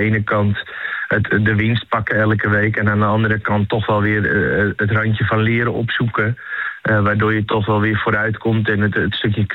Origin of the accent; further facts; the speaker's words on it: Den Helder, North Holland, Netherlands; moved away; uit het verre Noord-Holland. Helemaal boven in het puntje van Noord-Holland. Want ik kom zelf uit Den Helder. Ja, daar is gewoon een hele andere mentaliteit en manier van omgaan als wat je hier bij elkaar treft.